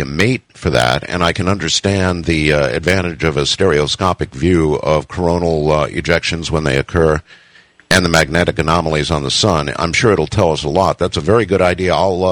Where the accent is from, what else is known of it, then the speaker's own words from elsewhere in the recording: United States; moved away as an adult; now in Luzon, Philippines; I remain an American citizen.